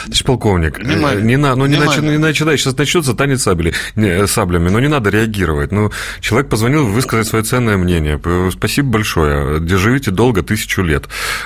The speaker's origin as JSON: {"language": "Russian", "town": "Donetsk", "region": "Donetsk Oblast", "country": "Ukraine", "said": "я же из Донецка. Вот нас с 15-го года, ну, просто утюжит всем."}